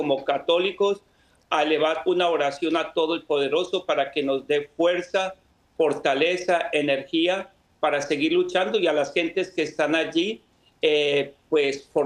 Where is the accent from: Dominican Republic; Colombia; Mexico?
Colombia; Santa Rosa de Cabal, Risaralda; este gran terremoto que golpeó mi tierra, porque yo soy de Santa Rosa de Cabal, cerca Pereira, allí tengo familia.